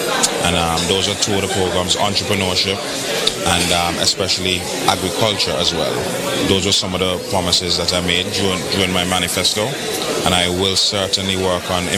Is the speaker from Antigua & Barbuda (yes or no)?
yes; Saint John, Antigua & Barbuda; I'm from All Saints West. I was born, raised in All Saints West.